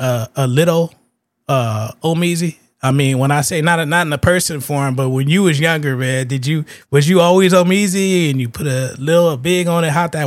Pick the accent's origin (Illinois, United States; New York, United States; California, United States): California, United States; San Francisco; I was born and raised in Fillmore. I was in Mount Zion Hospital. You know what I mean? I lived in Fillmore for 28 years.